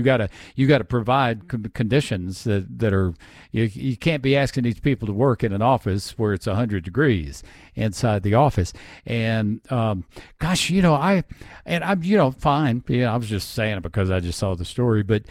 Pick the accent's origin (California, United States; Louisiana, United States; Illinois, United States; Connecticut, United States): Louisiana, United States; And I grew up in Southeast Louisiana. It was hot.